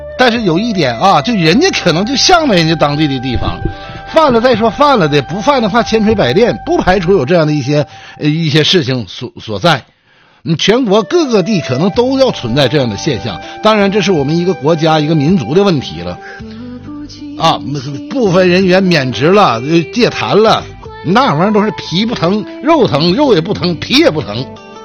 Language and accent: Chinese; China